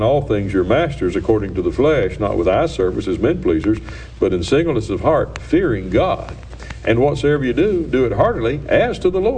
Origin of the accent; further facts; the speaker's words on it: Little Rock, Arkansas, United States; I was born in Little Rock, Arkansas